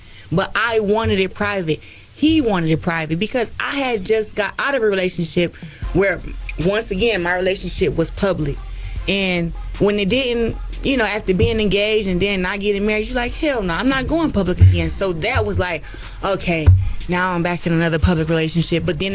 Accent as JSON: {"language": "English", "town": "Flint", "region": "Michigan", "country": "United States", "tie": "born or raised there", "said": "born and raised in Flint, Michigan, was born poor, now I'm rich."}